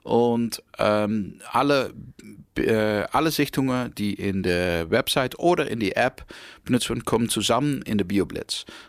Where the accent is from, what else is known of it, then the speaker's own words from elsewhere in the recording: Netherlands; German is a second language; now in Hildesheim, Germany; ich komme, wie Sie hören, komme ich aus Holland.